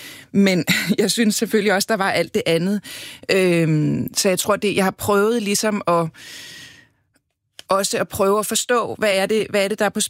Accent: Copenhagen, Capital Region of Denmark, Denmark; jeg er opvokset på Christianshavn, hvor kan man sige, den venstrefløj jo især også holdt til.

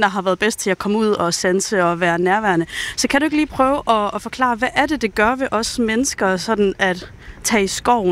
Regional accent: Jutland, Denmark; Og nu kommer jeg selv fra Jylland

